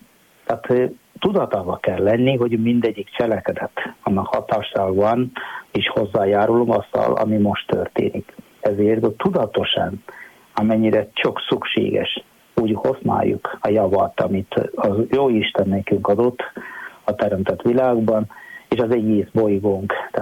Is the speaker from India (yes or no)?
yes; South India, India; Hungarian is a second language; moved away as an adult; now in Hungary; egyébként Dél-Indiából származom, már 23 éve vagyok itt, 24. évben vagyok.